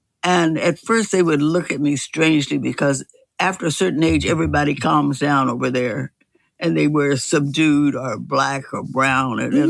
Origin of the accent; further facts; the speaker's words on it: Kansas City, Missouri, United States; moved away; we're both from Kansas City